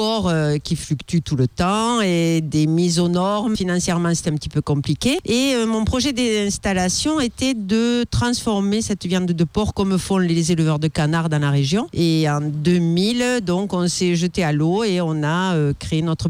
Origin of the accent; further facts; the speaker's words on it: Occitanie, France; Du Gers, mais juste après Astafort, pas très loin.